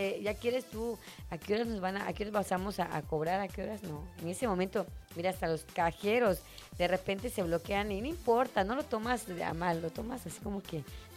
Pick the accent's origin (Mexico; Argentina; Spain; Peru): Mexico; como buen mexicano, lo dejamos al último.